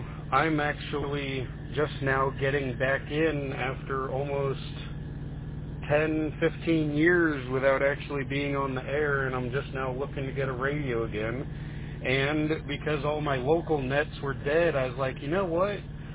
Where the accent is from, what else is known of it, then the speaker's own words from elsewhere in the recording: Moreno Valley, California, United States; moved away; I actually used to live and I grew up in Moreno Valley.